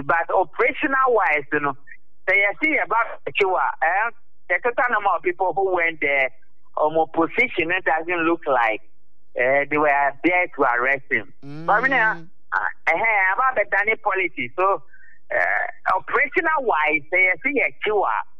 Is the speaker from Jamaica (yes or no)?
no; Ghana; Sometimes I say, I'm a Ghanaian, and I am